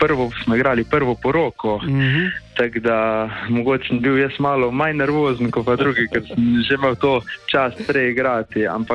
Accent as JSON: {"language": "Slovenian", "town": "Slovenj Gradec", "region": "Carinthia", "country": "Slovenia", "accent": "Carinthian", "said": "prihajamo iz Koroške, iz Mislinje natančneje, oziroma večina članov iz Mislinje, sam prihajam iz Slovengradca, da še tudi moj kraj malo promoviram, tako da lahko rečemo, da smo 100% Korošci."}